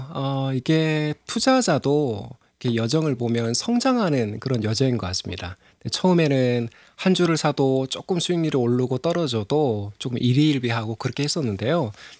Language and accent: Korean; Gwangju, South Korea; 저는 마과 머세고장 광주에서 왔고요.